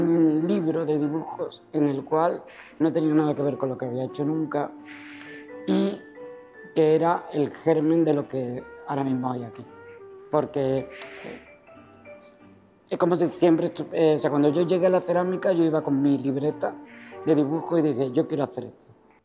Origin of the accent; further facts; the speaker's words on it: Seville, Andalusia, Spain; yo soy de Bellavista, en Sevilla, en un barrio.